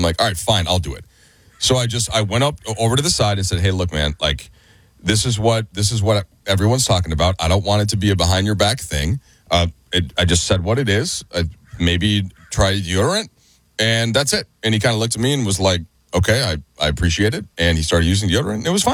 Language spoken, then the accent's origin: English; Minnesota, United States; Yeah, western suburbs of Minneapolis.